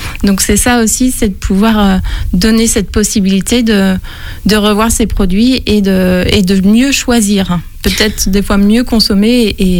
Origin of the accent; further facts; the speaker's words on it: Chalon-sur-Saône, Bourgogne-Franche-Comté, France; Eh bien, je viens de Chalon. Donc, je n'ai pas vraiment bougé. Je suis restée dans le secteur.